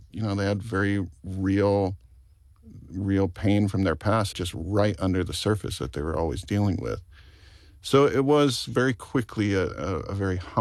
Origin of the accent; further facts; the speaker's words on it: Maui, Hawaii, United States; I grew up on Maui.